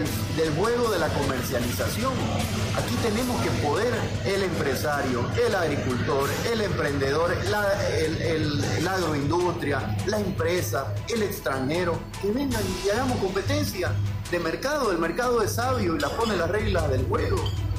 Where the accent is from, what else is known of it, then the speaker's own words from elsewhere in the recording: Bolivia; pero ya es una otra opción más que tenemos como bolivianos.